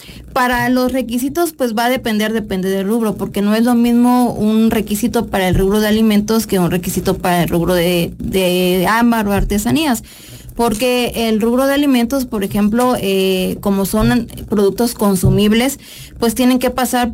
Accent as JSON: {"language": "Spanish", "region": "Chiapas", "country": "Mexico", "said": "como chiapanecos tenemos que consumir lo nuestro."}